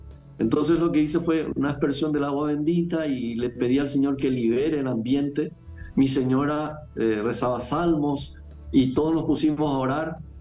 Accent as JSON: {"language": "Spanish", "country": "Paraguay"}